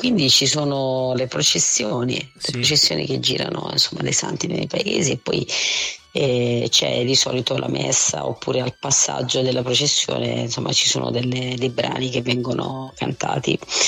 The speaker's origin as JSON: {"language": "Italian", "town": "Lesina", "region": "Apulia", "country": "Italy", "tie": "born or raised there", "said": "perché io mi esibisco un po' dappertutto, ma nel mio paese quasi mai."}